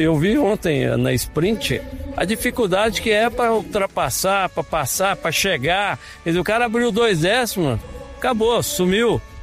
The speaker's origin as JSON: {"language": "Portuguese", "country": "Brazil", "said": "Mas eu sou o único campeão brasileiro que não sou paulista."}